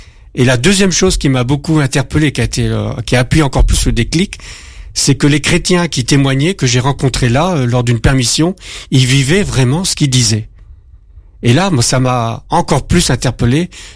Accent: Normandy, France; born there; je suis né en Normandie. Alors, je suis un jeune retraité de 62 ans.

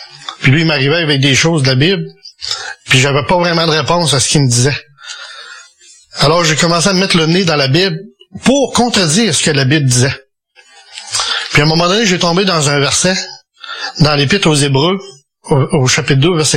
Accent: Quebec, Canada; J'ai grandi en Gaspésie, dans un petit village, où mes parents étaient très croyants, très pratiquants, catholiques.

